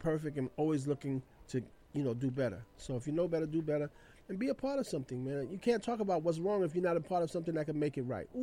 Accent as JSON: {"language": "English", "town": "New York City", "region": "New York", "country": "United States", "said": "I think I'm from the Bronx"}